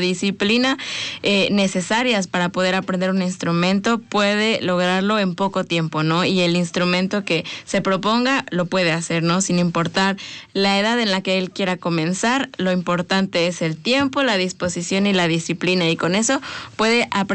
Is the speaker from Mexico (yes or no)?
yes; Mexico